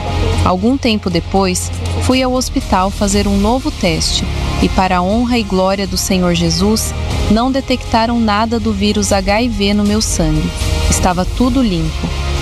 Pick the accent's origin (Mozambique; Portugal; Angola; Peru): Peru; sou do Peru.